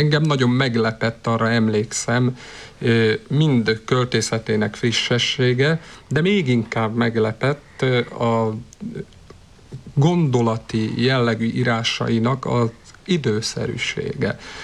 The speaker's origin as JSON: {"language": "Hungarian", "country": "Hungary", "tie": "born or raised there", "moved": "yes", "said": "Én ebben a faluban születtem, és gyerekkorom nagy része ebben a faluban telt el."}